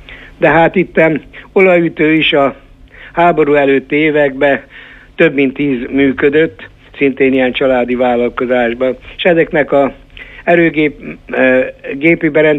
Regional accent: Hungary; born or raised there

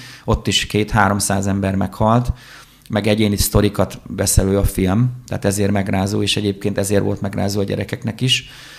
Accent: Hungary

